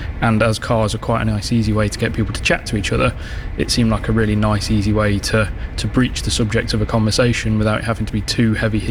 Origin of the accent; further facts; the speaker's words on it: United Kingdom; moved away as an adult; now in Brighton, United Kingdom; I was relocated for work down to Brighton, which, if my accent doesn't give me away too much, I'm not from even this far south, I'm from further north of here.